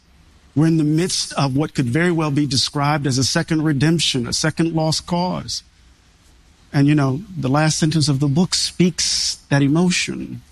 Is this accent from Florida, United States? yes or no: no; Mississippi, United States; Maybe it's because I'm from Mississippi.